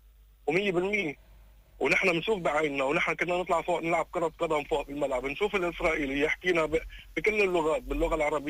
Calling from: Shebaa, Nabatieh Governorate, Lebanon; انا من ضيعة شبعة.

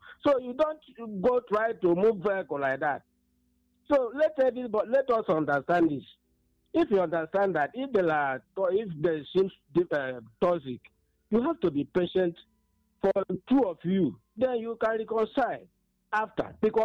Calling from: Enugu, Enugu State, Nigeria; I'm calling from Enugu.

